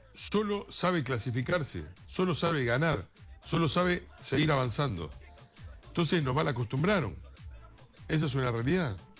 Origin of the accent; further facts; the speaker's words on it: Argentina